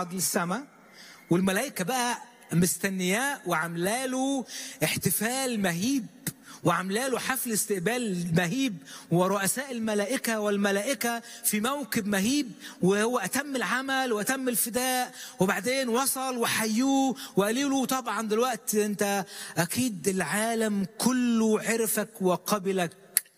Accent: Egypt; احنا شعب مصري

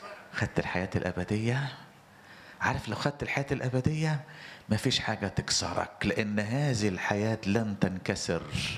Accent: Egypt

